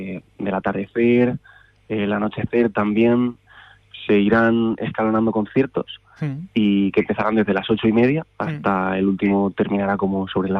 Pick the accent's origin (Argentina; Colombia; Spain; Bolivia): Spain; Liétor, Castilla-La Mancha; born there; de mi pueblo, de Lietor.